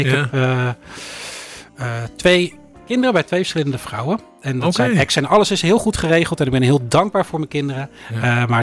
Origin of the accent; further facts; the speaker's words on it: Oegstgeest, South Holland, Netherlands; also born or lived in Amsterdam; Ik ben geboren in Amsterdam. Tot mijn 7e gewoond. En toen ben ik naar Oegstgeest verhuisd.